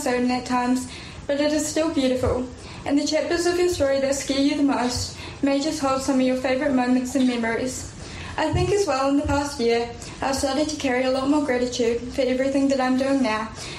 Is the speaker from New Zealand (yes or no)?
yes; New Zealand; also born or lived in Russia; I was adopted from Russia at the age of a year and a half and brought over to New Zealand, where I've lived ever since.